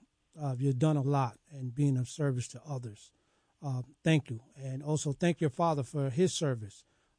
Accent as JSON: {"language": "English", "town": "Poughkeepsie", "region": "New York", "country": "United States", "tie": "born or raised there", "said": "I grew up in Poughkeepsie"}